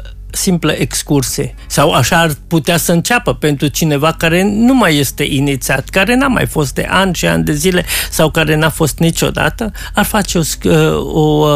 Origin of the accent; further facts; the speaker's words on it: Cenad, Timiș County, Romania; Pe vremea mea, în copilărie mea, la Cenad